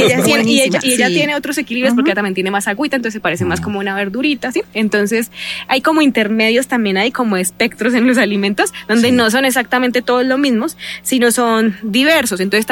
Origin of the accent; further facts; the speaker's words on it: Boyacá, Colombia; yo donde soy de Boyacá